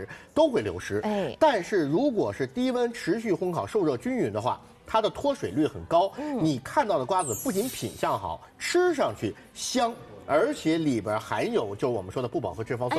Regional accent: Beijing, China; 我是北京人，北方人

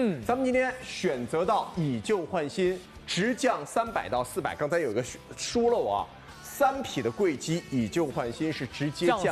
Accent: Shanghai, China; 广东人比咱们上海人要用空调的时间更长，

